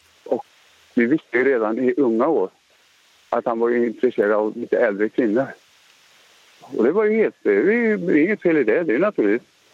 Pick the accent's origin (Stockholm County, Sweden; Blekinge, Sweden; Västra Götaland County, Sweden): Västra Götaland County, Sweden; Trollhättan; born or raised there; also born or lived in Finland